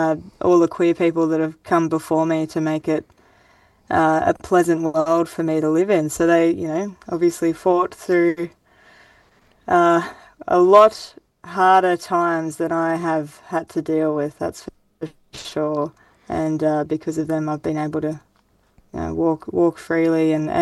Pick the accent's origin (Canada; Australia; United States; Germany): Australia; Grafton, New South Wales; born or raised there